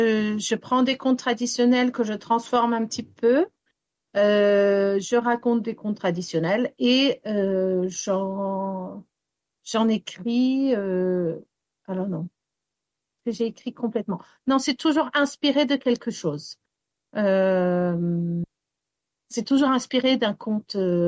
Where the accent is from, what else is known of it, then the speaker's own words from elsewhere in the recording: Wales, United Kingdom; first language English; French is a second language; now in Brittany, France; Le français, en fait, c'est ma langue maternelle parce que c'est ma mère qui me parlait français. Mais ma mère m'a élevée au Pays de Galles. Et c'est pour ça que ce n'est pas ma langue maternelle parce qu'en fait, c'est l'anglais qui a pris le dessus sur le français.